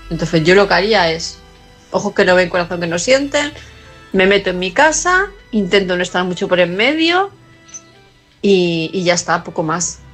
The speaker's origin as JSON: {"language": "Spanish", "town": "Palma", "region": "Balearic Islands", "country": "Spain", "said": "de Palma de Mallorca, y este mensaje va para Alberto."}